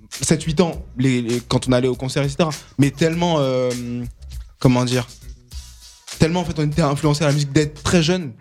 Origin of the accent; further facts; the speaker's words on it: Martinique, France; Bon, je suis martiniquais, mais j'écoutais pas que musique martinique.